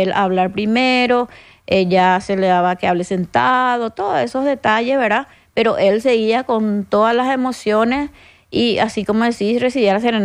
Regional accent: Paraguay; ese es nuestro compromiso como paraguayos

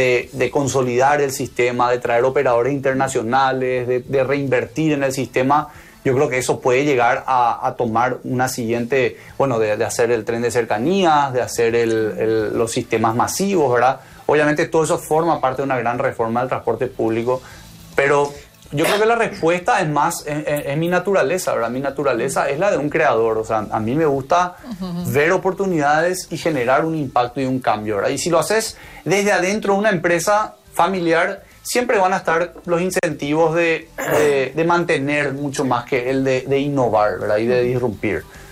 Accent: Paraguay; born there; de los que nacimos fuera de pobreza en Paraguay

